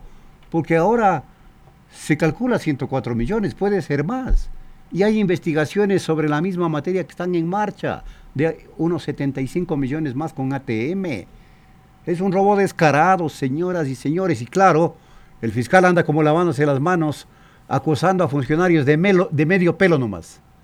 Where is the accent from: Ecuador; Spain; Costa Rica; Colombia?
Ecuador; somos los ecuatorianos